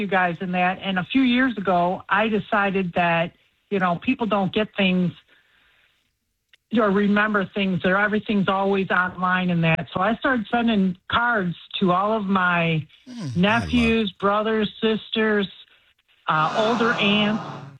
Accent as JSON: {"language": "English", "town": "Memphis", "region": "Michigan", "country": "United States", "said": "I'm from Memphis."}